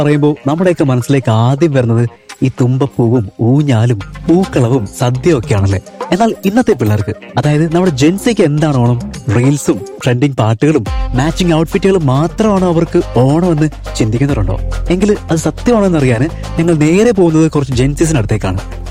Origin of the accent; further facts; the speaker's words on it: Karunagappally, Kerala, India; കരുനാപ്പള്ളി എന്റെ നാട്ടില്.